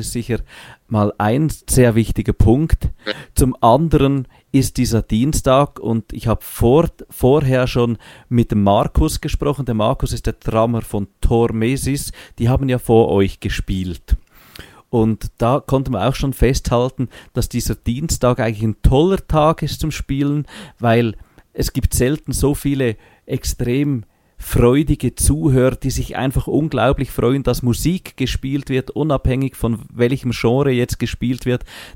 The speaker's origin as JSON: {"language": "German", "country": "Switzerland", "said": "gerade für uns als Schweizer"}